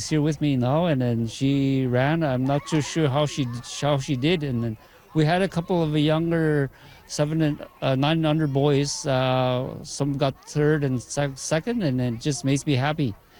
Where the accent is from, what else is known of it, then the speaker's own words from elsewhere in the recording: Fort Providence, Northwest Territories, Canada; I'm from Fort Providence, Degas School.